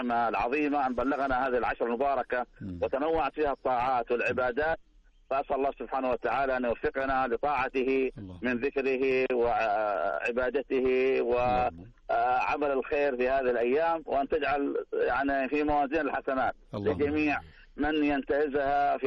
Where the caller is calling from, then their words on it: Abu Arish, Jazan Province, Saudi Arabia; أنا من جازان محافظة أبو عريش قرية الزبيدة